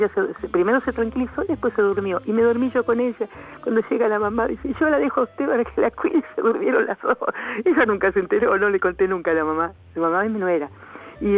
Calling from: Chascomús, Buenos Aires Province, Argentina; Bueno, Hernán … de Chascomús.

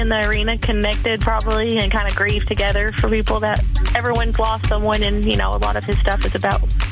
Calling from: Brookland, Arkansas, United States

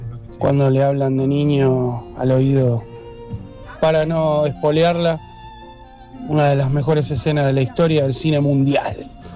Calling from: Carapachay, Buenos Aires Province, Argentina; soy de Carapachay.

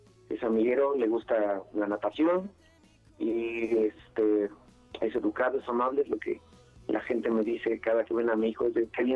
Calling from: Mexico City, Mexico; Desde Iztapalapa.

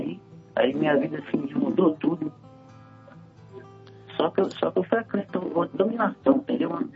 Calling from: Ribeirão das Neves, Minas Gerais, Brazil; Estou aqui de Ribeirão das Neves, bairro Felizlândia.

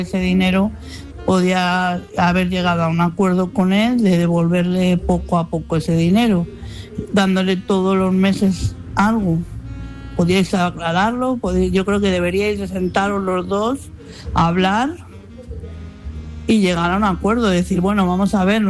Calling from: Madrid, Community of Madrid, Spain; de Madrid.

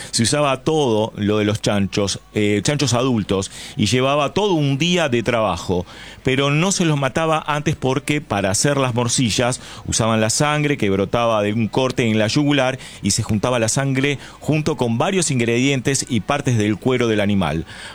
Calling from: Pinamar, Buenos Aires Province, Argentina; de Pinamar.

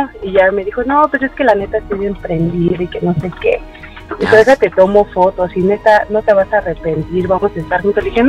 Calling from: Mexico City, Mexico; De la Ciudad de México, de la colonia Álamos.

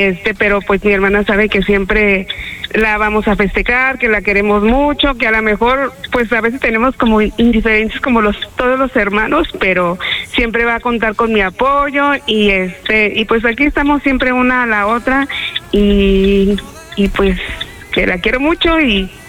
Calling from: Guadalajara, Jalisco, Mexico; Somos de Lomas del Paradero.

